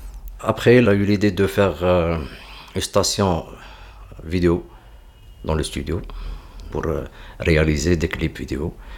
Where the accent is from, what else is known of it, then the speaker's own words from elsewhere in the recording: Tlemcen, Tlemcen Province, Algeria; bien sûr. Voilà. Marhaba bik. Là, actuellement, on est à Tlemcen, ma ville natale, celle de mon père et des grands-pères. Tlemcen, voilà, c'est en fait la frontière du Maroc.